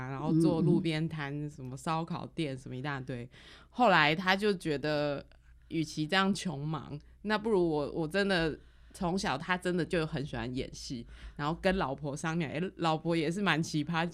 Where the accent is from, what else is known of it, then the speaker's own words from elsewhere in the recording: southern Taiwan, Taiwan; 我们都是南部人。